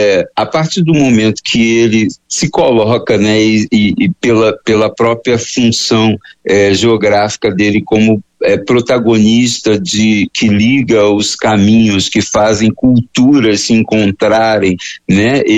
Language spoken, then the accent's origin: Portuguese; Rio de Janeiro, Brazil; Eu sou do Rio de Janeiro, e então, assim, eu tive na minha criação um pouco contato com o Rio São Francisco